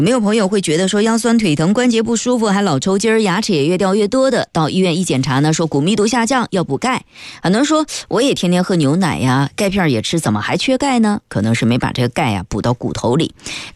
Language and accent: Chinese; Jiangsu, China; 我们江苏人